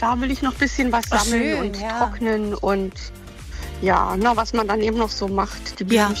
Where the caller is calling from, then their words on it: Zülsdorf, Germany; Jetzt im Moment aus dem Garten aus Zülsdorf.